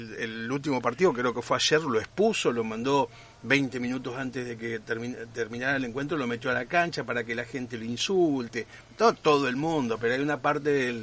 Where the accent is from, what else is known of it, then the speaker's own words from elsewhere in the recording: Argentina; hoy somos argentinos